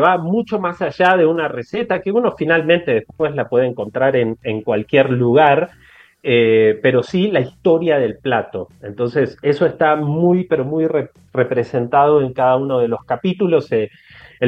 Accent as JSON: {"language": "Spanish", "country": "Argentina", "also_born_or_lived": "Mexico / Peru", "moved": "as an adult", "lives_now": "Colombia", "said": "soy argentino, pero ya hace varios años que vivo por fuera de Argentina y he tenido la posibilidad de vivir en México y en Perú"}